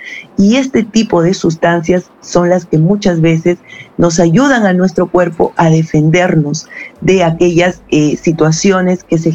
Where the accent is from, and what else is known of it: Peru